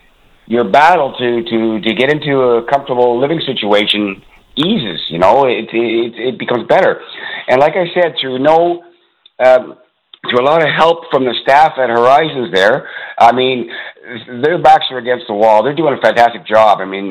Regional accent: Toronto, Ontario, Canada; I grew up in Toronto, and I was put in foster care at the age of 6, shelved to 15 different group homes and foster homes from the age of 6 to 18

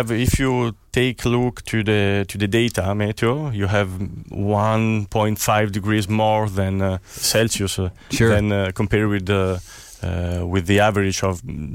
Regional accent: Bordeaux, Nouvelle-Aquitaine, France; also born or lived in Tuscany; now in Italy; Yeah, but I was born in Tuscany. Yeah. Not in this part of Tuscany, in the middle of Tuscany, between Florence and Arezzo. And then I moved when I was young in Bordeaux for 18 years. And now I come back in Tuscany

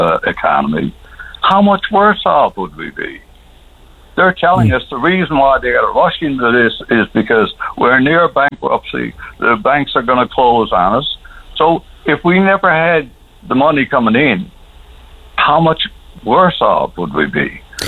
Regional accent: Newfoundland and Labrador, Canada; as a Newfoundlander

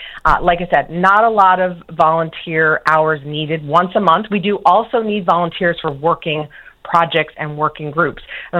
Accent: Harbour Grace, Newfoundland and Labrador, Canada; I'm originally from Harbor Grace

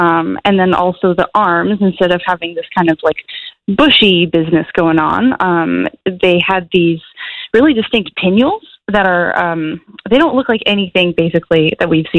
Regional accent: Ontario, Canada; moved away as an adult; now in Newfoundland and Labrador, Canada; I'm originally from Ontario

